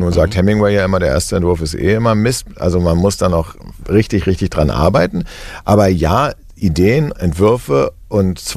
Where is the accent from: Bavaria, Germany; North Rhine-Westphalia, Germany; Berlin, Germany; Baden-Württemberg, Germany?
Berlin, Germany; born there; naja, ich bin in Berlin geboren, also Berlin.